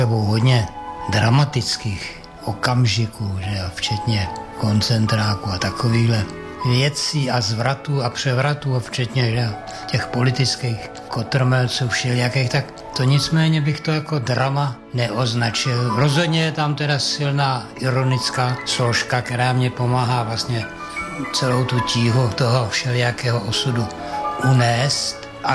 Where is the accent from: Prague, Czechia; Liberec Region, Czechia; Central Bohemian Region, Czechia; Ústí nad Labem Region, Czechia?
Ústí nad Labem Region, Czechia; Ervěnice; also born or lived in Most; No, já jsem původem teda z Mostu. Narodil jsem se v Mostu, na to si příliš nepamatuju. Takové ranní mládí bylo spíš v Ervinicích, ty už snad ani neexistují, že jo.